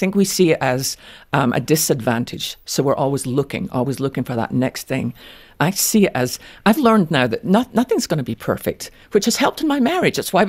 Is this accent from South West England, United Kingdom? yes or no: no; Scotland, United Kingdom; I'm Scottish and we use everything.